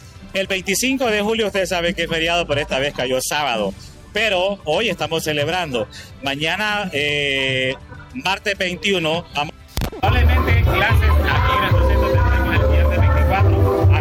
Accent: Honduras; nos identifica como verdaderos hondureños

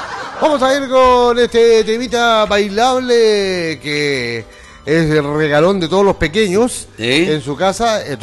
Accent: Chile

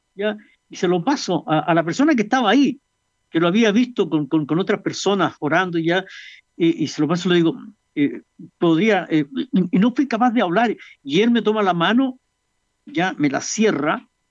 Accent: Chile; como los chilenos somos chilenos

